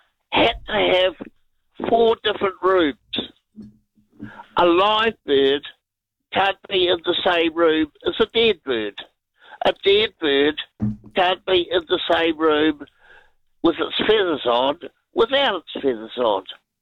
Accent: Puhokio, Hawke's Bay, New Zealand; I'm from Buhaka, northern Hawke's Bay.

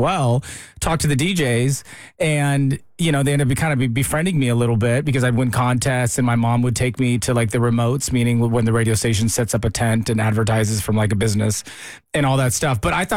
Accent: San Jose, California, United States; now in Atlanta, United States; I grew up in San Jose in the Bay Area

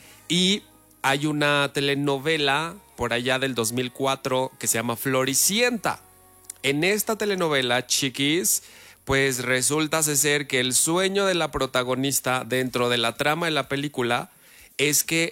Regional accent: Mexico

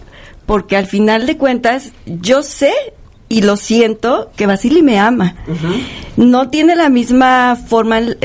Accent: Mexico; yo soy mexicana.

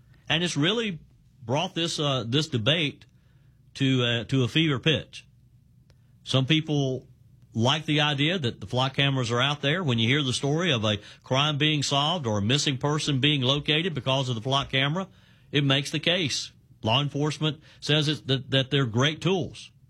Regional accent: South Carolina, United States; A county here in my home state of South Carolina, Oconee County

